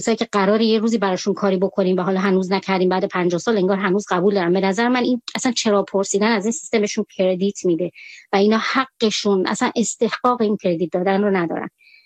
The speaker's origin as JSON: {"language": "Persian", "country": "Iran", "said": "میگم مثلا من زنگ میزنم به عنوان یه ایرانی"}